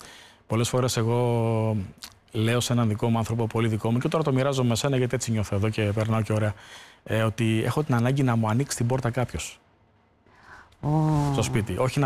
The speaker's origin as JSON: {"language": "Greek", "town": "Tripoli", "region": "Peloponnese", "country": "Greece", "moved": "yes", "lives_now": "Athens, Greece", "said": "Το να φύγω από την πόλη μου και να βρεθώ σε μια πόλη όπως είναι η Αθήνα που συχαινόμουν πραγματικά"}